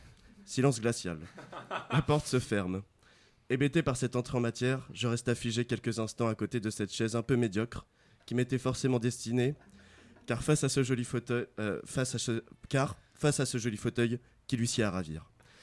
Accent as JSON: {"language": "French", "country": "France", "tie": "born or raised there", "said": "J'ai grandi en France d'un père français."}